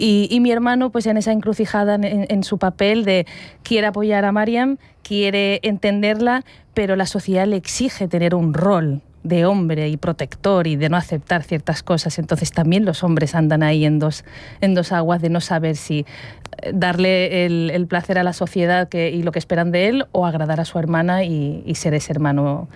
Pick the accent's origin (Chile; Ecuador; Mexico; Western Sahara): Western Sahara; now in Spain